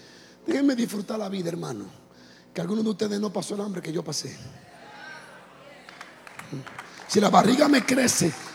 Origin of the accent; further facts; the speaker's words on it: San Pedro de Macorís, Dominican Republic; como dominicano tigre en ese tiempo, cristiano pero sabio